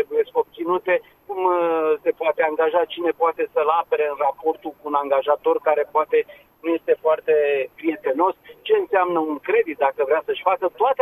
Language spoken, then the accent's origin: Romanian; Romania